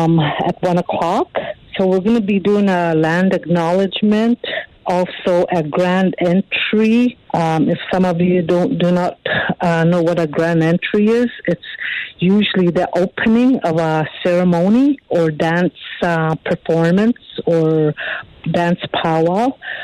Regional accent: Siksika Nation, Alberta, Canada; I'm from the Siksika Nation, and my position here is with the Aboriginal Friendship Center of Calgary.

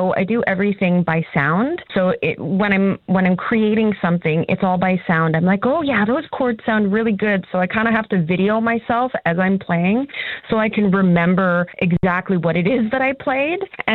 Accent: Yellowknife, Northwest Territories, Canada; Growing up in Yellowknife, the school that I went to, there were very few Indigenous people.

